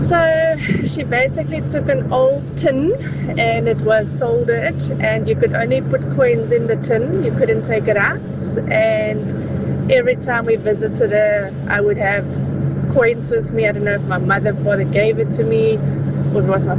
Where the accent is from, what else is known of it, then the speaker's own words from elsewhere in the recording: East London, Eastern Cape, South Africa; I grew up in East London